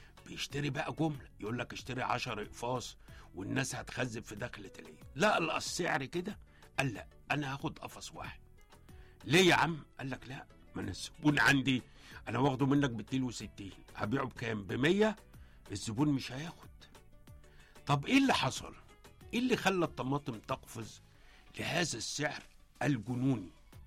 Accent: Egypt; احنا دي عادتنا كمصريين

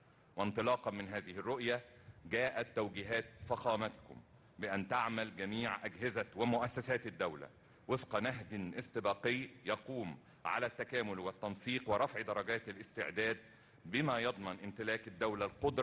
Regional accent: Egypt; ده بالنسبة لنا كلنا كمصريين نفتخر به.

